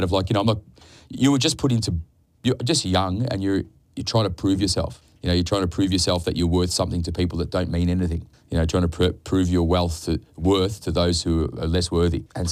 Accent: Deer Park, Victoria, Australia; In primary school, I thought Maltese were the majority people because I grew up in Deer Park, went to a Catholic primary school.

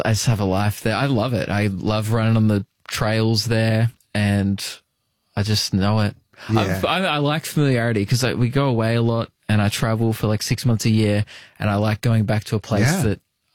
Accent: Diamond Creek, Victoria, Australia; I grew up in the northeastern suburbs of Melbourne, Diamond Creek.

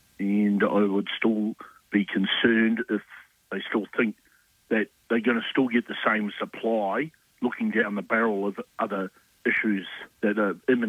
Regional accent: Australia; We, as Australian dairy farmers

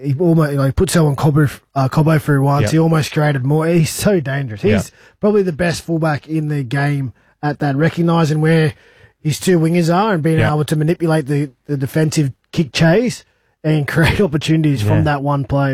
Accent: Sydney, New South Wales, Australia; It's so funny seeing you, so passionate about the Dragons, because I grew up in Western Sydney and Flano signed me to Cronulla.

